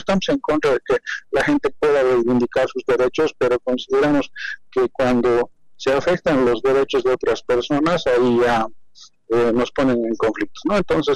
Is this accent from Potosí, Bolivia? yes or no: yes; Potosí, Bolivia; nosotros como bolivianos y como potosinos de manera particular